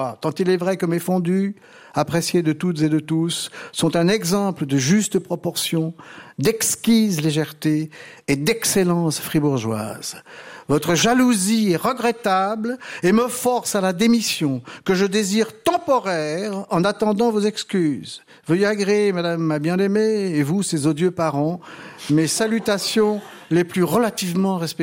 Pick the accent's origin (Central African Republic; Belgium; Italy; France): France; Vous lui avez aussi fait dire qu'en tant que Français, je ferais mieux de ne pas abîmer le patrimoine culturel, culinaire, du moins hévétique.